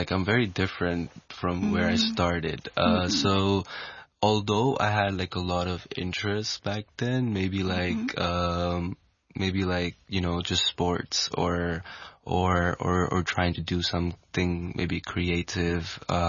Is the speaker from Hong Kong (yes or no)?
yes; Hong Kong; growing up, it was quite like positive in the sense that like growing up in Hong Kong, because Hong Kong is an international city